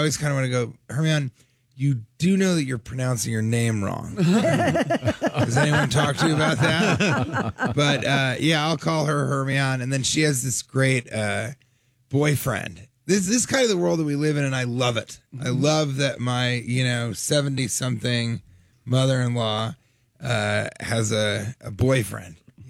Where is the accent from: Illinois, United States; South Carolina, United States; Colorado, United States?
Colorado, United States; Denver; now in New York City, United States; But yeah, originally from Denver.